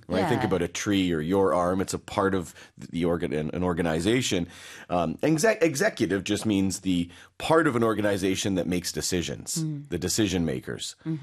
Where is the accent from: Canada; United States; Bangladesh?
Canada; as a Canadian, I have no idea what this means.